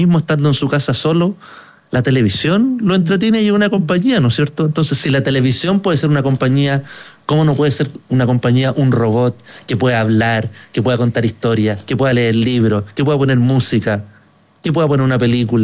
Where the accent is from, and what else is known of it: Chile